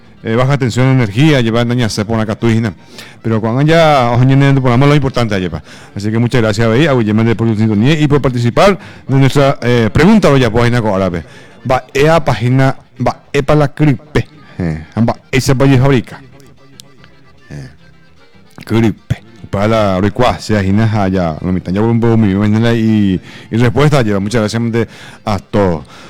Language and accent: Spanish; Paraguay